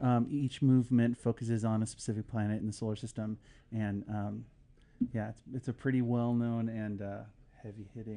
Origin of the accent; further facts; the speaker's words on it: Arizona, United States; I'm from Arizona, and I marched... a small drum corps called